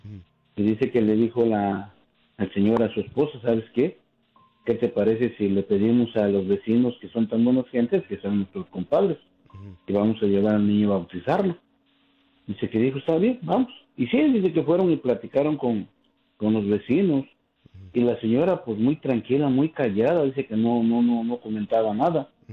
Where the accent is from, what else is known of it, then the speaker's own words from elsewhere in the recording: Oaxaca, Mexico; Yo soy del estado de Oaxaca.